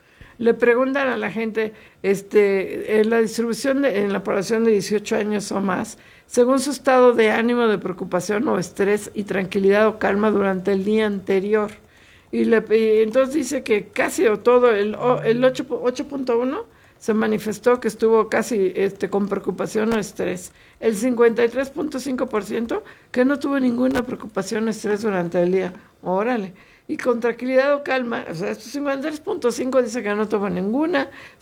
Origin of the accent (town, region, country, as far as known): Mexico